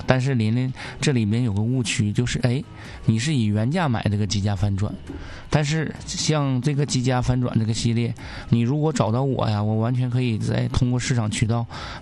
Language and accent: Chinese; Northeast China, China; accent: Northeastern; 用咱们东北话怎么讲呢？